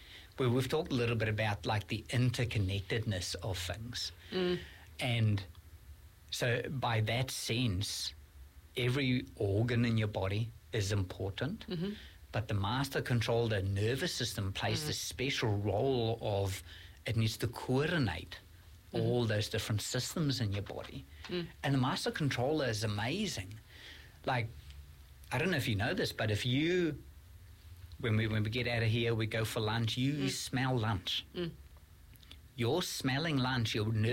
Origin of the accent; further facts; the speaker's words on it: South Africa; born there; moved away; I was born in South Africa